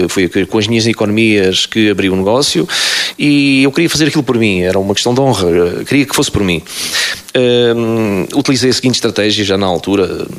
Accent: Portalegre, Alentejo, Portugal; born or raised there; moved away as an adult

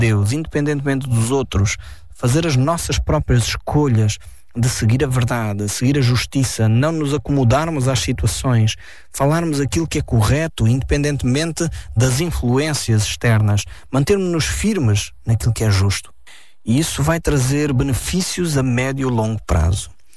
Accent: Portugal; é triste para mim, como português, ter que voltar tão para trás para encontrar alguma coisa de interessante que aconteceu na nossa história

